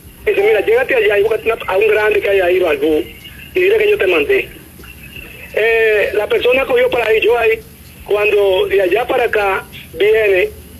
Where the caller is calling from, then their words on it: Dominican Republic; de aquí de Santa Fe.